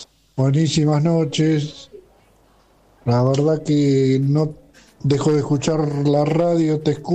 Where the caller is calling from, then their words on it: Moreno, Buenos Aires Province, Argentina; yo soy de acá de Moreno